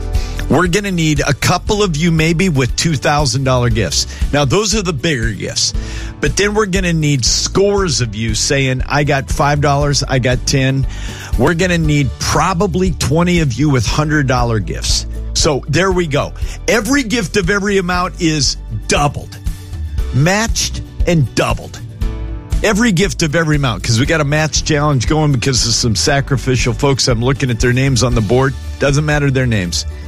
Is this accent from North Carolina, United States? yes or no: no; Homer, Alaska, United States; born there; Lucinda, I was born in Homer, Alaska.